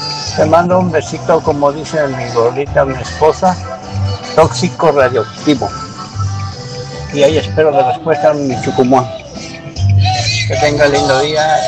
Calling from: Mexico City, Mexico; de Ciudad de México.

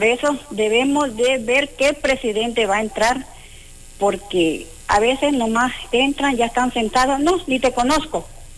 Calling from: Mapastepec, Chiapas, Mexico; porque somos de aquí, de Mapastepec

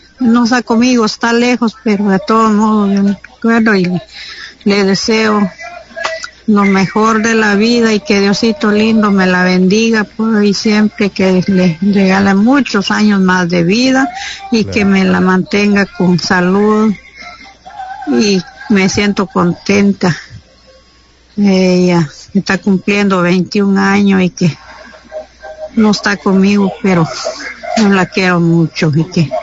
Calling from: Nuevo Portal, Chiapas, Mexico; aquí del Nuevo Portal

